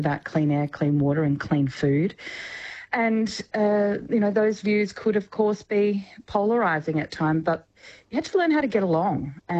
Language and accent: English; Orbost, Victoria, Australia; moved away; as a teenager in Orbost